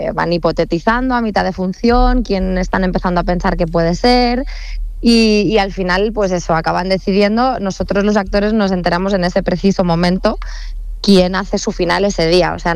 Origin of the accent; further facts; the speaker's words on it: Baza, Andalusia, Spain; born there; Yo nací en Granada, en Baza.